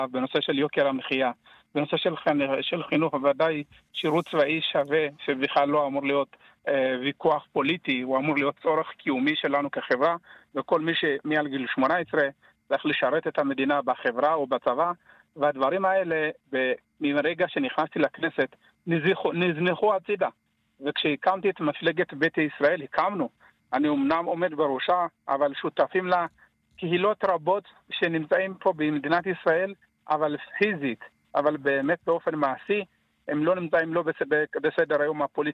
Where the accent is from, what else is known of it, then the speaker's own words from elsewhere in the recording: Ethiopia; now in Israel; אני בא מקהילת יהודי אתיופיה ש... מבחינת מאבקים, מאז שעלינו לארץ, אנחנו סוחבים איתנו מאבקים חברתיים.